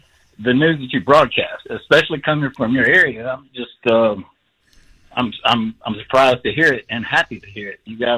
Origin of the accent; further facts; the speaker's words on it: Greenville, South Carolina, United States; Been in Greenville, South Carolina all my life.